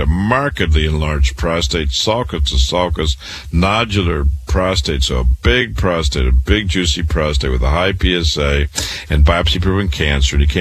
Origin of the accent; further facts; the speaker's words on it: Waterloo, Iowa, United States; I'm a cancer doctor. I was born and raised in Waterloo, Iowa. I went to public school there, university there